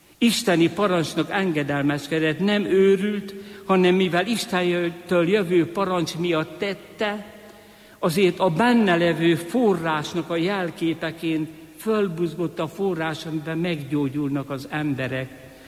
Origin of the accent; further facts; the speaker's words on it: Hungary; born there; Szülőfalumba Siót szabályozták.